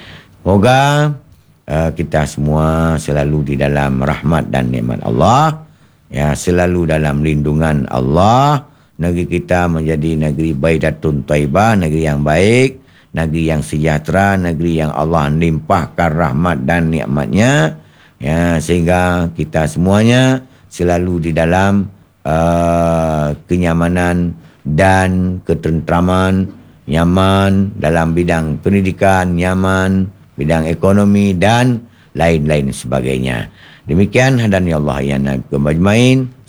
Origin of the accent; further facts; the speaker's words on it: Aceh, Indonesia; negeri kita Aceh ini